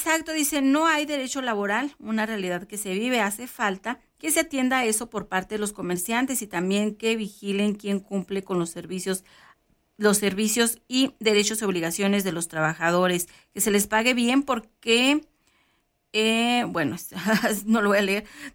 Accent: Guachochi, Chihuahua, Mexico; porque incluso yo también me fui muchísimos años de aquí de Huachochi, duré, si no me equivoco, 19, 20 años en la ciudad de Chihuahua, pues sí, también a buscarle, me fui desde que estaba muy jovencita, desde los 18 años

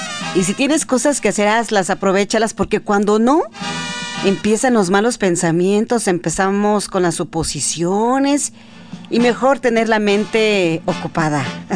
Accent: Guerrero, Mexico; la música de nuestro estado de Guerrero.

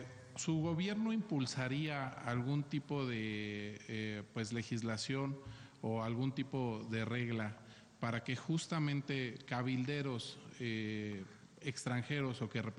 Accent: Mexico

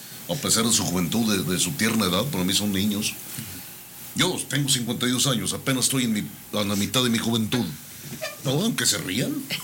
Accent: Mexico

